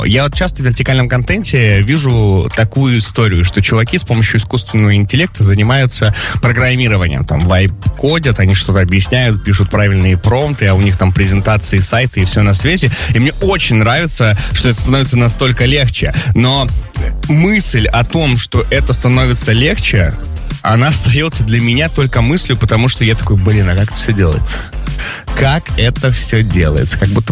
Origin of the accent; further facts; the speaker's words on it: Magadan Oblast, Russia; moved away; я из Магаданской области, там такой себе был интернет, и появился он достаточно поздно, ну, в мое время.